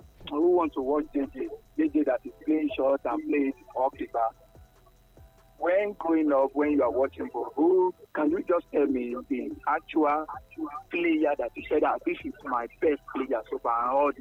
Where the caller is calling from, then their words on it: Lagos, Nigeria; I'm calling from Ikoyi.